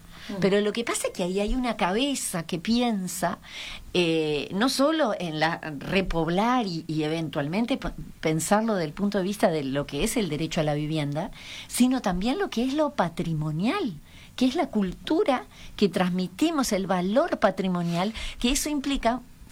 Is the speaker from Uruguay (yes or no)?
yes; Uruguay; Y eso es importantísimo porque hace a nuestra identidad como uruguayos.